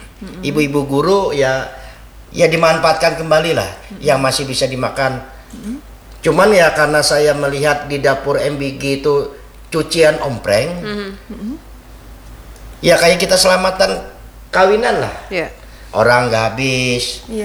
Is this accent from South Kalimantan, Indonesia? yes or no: yes; Banjarmasin, South Kalimantan, Indonesia; di Banuanyar di kampung saya